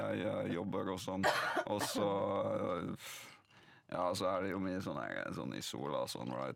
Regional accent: Netherlands; moved away; Jeg er fra Nederland. Jeg er det man kaller spicy white.

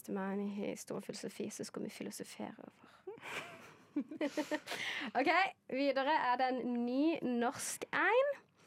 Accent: Southern Norway, Norway; jeg er sørlending og ikke, jeg snakker ikke dansk

